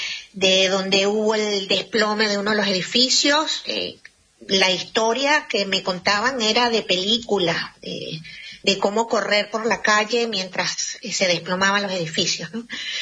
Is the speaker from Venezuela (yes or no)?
yes; Mérida, Venezuela; moved away